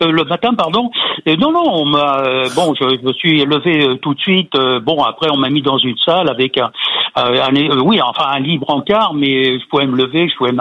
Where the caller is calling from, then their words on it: Courpalais, Île-de-France, France; Ah, bah, moi, je suis à Courpalais.